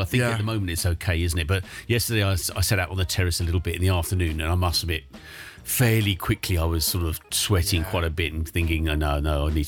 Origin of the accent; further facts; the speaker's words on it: South Africa; born there; I was born in South Africa.